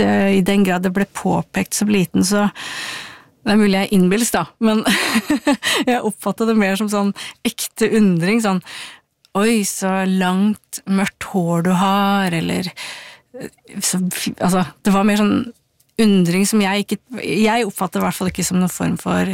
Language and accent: Norwegian; Ilseng, Innlandet, Norway; Som sier noe om at jeg kanskje la identiteten min mest at jeg kom fra Ilseng, som var på en måte bondelandet.